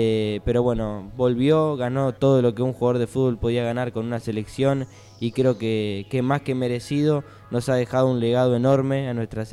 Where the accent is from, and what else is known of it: Argentina